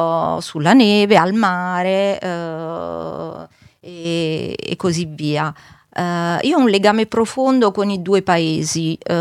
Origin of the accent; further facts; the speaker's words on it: France; Da piccola in Francia mi piaceva meno, non riuscivano a pronunciarlo, allora